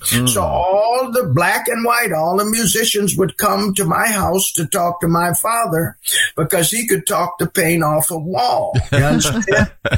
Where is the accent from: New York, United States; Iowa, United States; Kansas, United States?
New York, United States; Olean; my hometown, Olean, New York